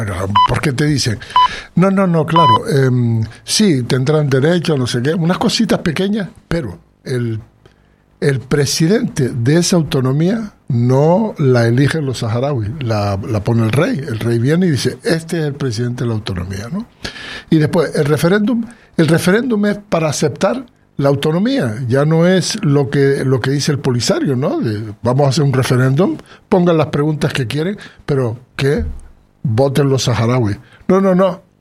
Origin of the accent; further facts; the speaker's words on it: Canary Islands, Spain; nosotros estamos en Canarias, y como canarios